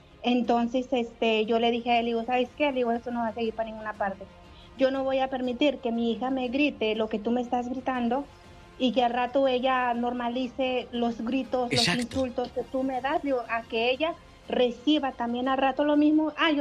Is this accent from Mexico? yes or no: yes; Michoacán, Mexico; Yo soy del estado de Michoacán.